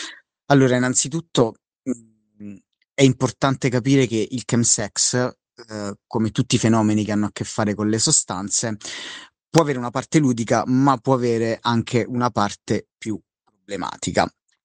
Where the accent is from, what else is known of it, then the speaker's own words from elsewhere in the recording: Rome, Lazio, Italy; mi chiamo … ho 33 anni e vengo da Roma.